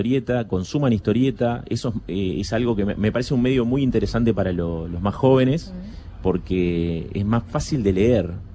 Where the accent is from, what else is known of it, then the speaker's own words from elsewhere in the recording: Salta, Argentina; Digo, yo aclaro que soy salteño porque soy bastante...